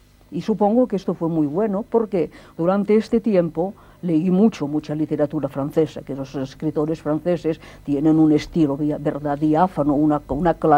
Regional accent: Barcelona, Catalonia, Spain; moved away; Soy de San Gervasio y he corrido medio mundo.

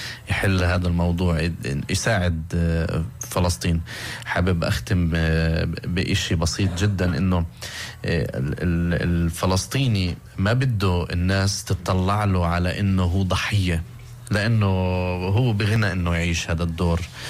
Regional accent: Palestine; ما في احلى من طبيعه فلسطين بالنسبه لنا كفلسطينيين

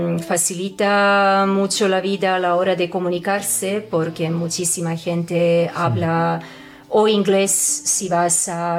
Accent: Canary Islands, Spain; moved away; Bueno, pues mi idea inicial cuando me fui de Canarias a Sudáfrica fue de quedarme por lo menos 2-3 años.

